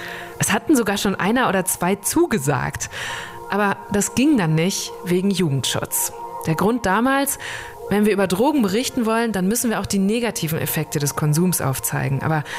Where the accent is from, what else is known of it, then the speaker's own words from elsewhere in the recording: North Rhine-Westphalia, Germany; wir kommen beide aus dem Münsterland, wo auch, ne, direkt genau, an der holländischen Grenze